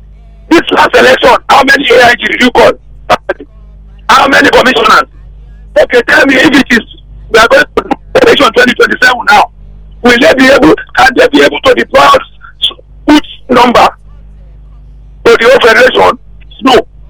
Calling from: Lagos, Nigeria

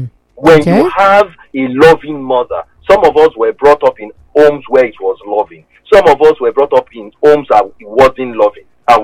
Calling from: Nigeria

